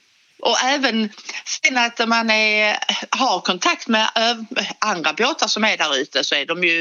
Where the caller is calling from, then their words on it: Skåne, Sweden; Du kanske hör att vi är från Skåne.